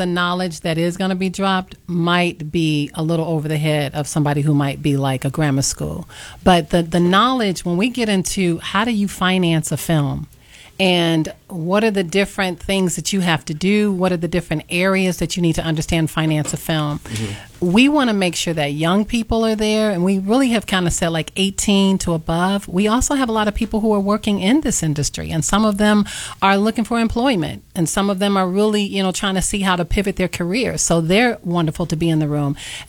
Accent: Chicago, Illinois, United States; born or raised there

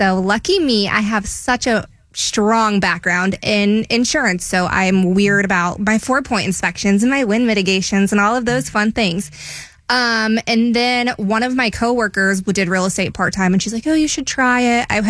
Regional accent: Ohio, United States; moved away as an adult; I am from Ohio. Moved down here when I was 21

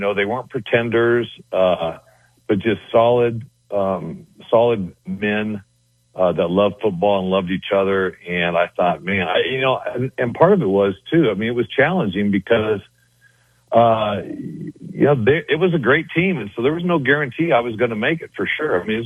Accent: Bakersfield, California, United States; moved away as an adult; also born or lived in Green Bay, Wisconsin; now in Oregon, United States; I grew up in Bakersfield

